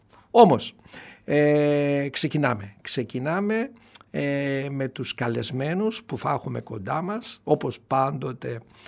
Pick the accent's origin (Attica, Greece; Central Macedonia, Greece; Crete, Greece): Central Macedonia, Greece; Kilkis; born there; στην πατρίδα μου στο Κιλκής, τον τόπο μου το γενέθλιο